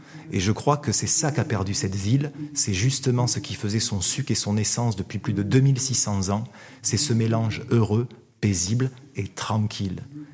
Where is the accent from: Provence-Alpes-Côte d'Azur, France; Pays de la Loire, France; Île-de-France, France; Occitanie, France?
Provence-Alpes-Côte d'Azur, France; Marseille; pour moi, c'est un lieu symbolique, en tant que catholique, mais aussi en tant que Marseillais, et aussi parce que on y montait avec mon père et ma mère